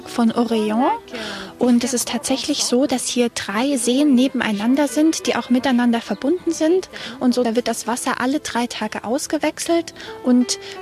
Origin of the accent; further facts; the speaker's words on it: Belgium; Ich bin ursprünglich aus Belgien und wegen der Liebe hierher gekommen, weil mein Mann liebt einfach den Ozean und er liebt die Wellen